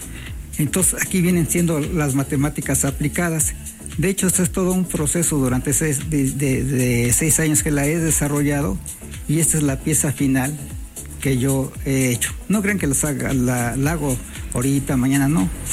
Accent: Mexico; soy escultor mexicano.

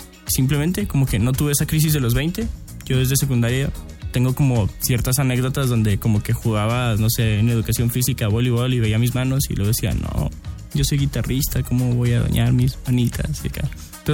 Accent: Guerrero, Chihuahua, Mexico; also born or lived in Delicias; Aunque nací en Ciudad Delicias, yo me crié la mayor parte de mi vida en Guerrero, Chihuahua.

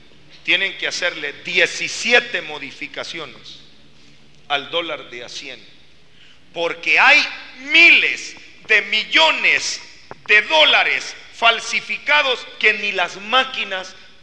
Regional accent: Guatemala; Yo vengo de un país de Centroamérica que se llama Guatemala

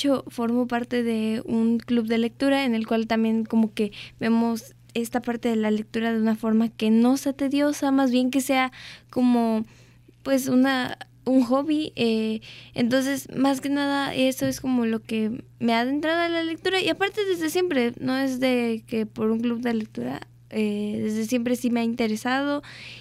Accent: Xalapa, Veracruz, Mexico; also born or lived in Coatepec, Mexico; soy originaria de aquí de Jalapa o de Coatepec, de los dos me encantan los dos lugares.

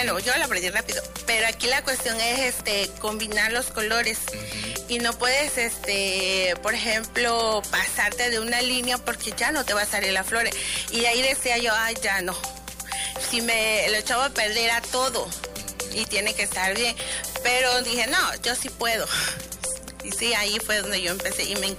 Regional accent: Tamulté de las Sabanas, Tabasco, Mexico; yo vengo de Tamulte de las Sabanas

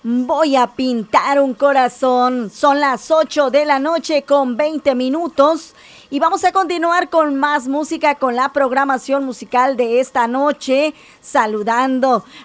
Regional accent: Mexico

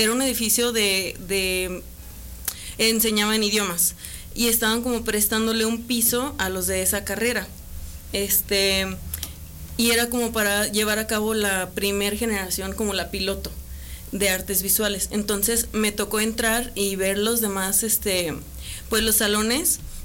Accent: Zacatecas, Mexico; also born or lived in United States; Sí, nací en Zacatecas. Nací en Zacatecas y después nos mudamos de chiquitos a Estados Unidos un tiempo y luego ya regresé acá a México para la primaria.

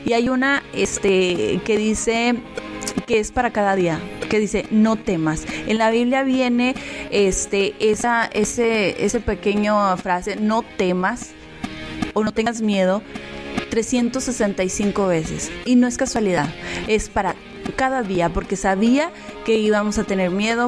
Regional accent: Delicias, Chihuahua, Mexico; Yo vengo de rancho, hermanos, así que ustedes me van a ir conociendo. Soy de Delicias, Chihuahua, y me da mucho orgullo si soy de rancho.

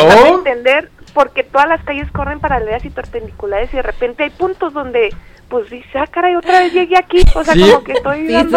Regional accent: Chihuahua, Mexico; now in United States; Fíjate, hay gente que dice, ¡ay, ahí viene … Que no hable, que no le pregunte nada.

